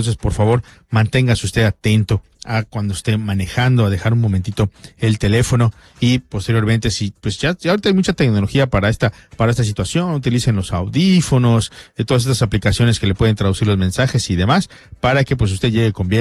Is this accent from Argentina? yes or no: no; Yucatán, Mexico; pues es esta situación que como yucatecos debemos priorizar